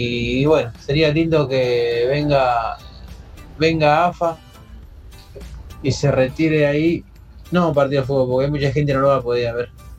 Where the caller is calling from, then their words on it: Tristán Suárez, Buenos Aires Province, Argentina; de acá de Tristán Suárez